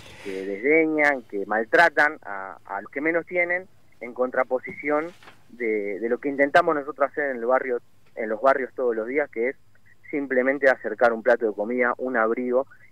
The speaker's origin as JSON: {"language": "Spanish", "region": "Buenos Aires", "country": "Argentina", "said": "somos todos ciudadanos, somos todos porteños"}